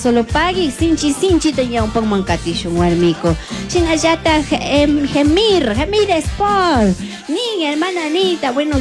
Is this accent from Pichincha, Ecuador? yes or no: yes; Quito, Pichincha, Ecuador; allá somos quiteños y quiteñas